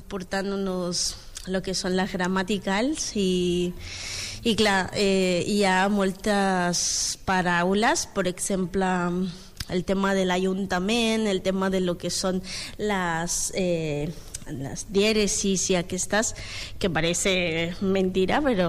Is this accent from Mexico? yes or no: no; Bolivia; moved away as an adult; now in Spain; Ah, soc boliviana.